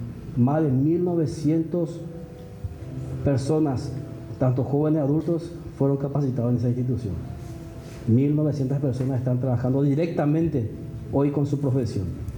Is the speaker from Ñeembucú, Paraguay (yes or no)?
yes; Ñeembucú, Paraguay; quería decir el orgullo que tengo como ñeembuqueño, señor ministro, de ser ejemplo a nivel Paraguay en ese sentido.